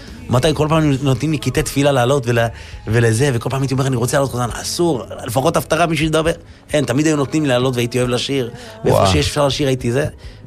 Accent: Acre, Northern District, Israel; היה מופע בעכו, איפה שגרתי לפני החתונה. וואו. עיר מולדתי.

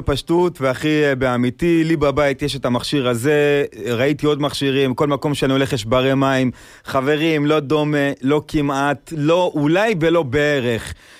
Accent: Jerusalem, Jerusalem District, Israel; גדלתי בשמואל הנביא

